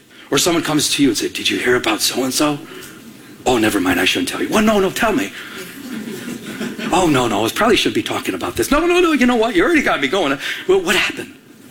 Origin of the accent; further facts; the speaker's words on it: Michigan, United States; I'm from Michigan. I didn't know all these people.